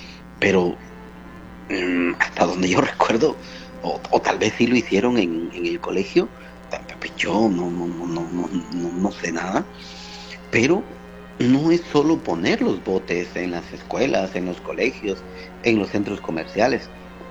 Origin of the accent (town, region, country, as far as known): Guatemala